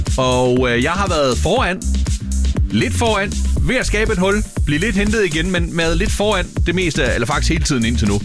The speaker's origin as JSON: {"language": "Danish", "town": "Lemvig", "region": "Central Denmark Region", "country": "Denmark", "said": "Det var på det, der hed Gammelhavn i Lemvig, hvor jeg kommer fra"}